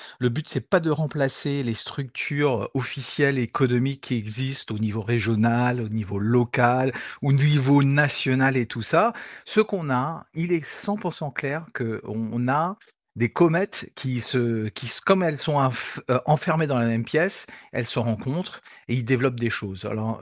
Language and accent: French; Brittany, France; chez nous en Bretagne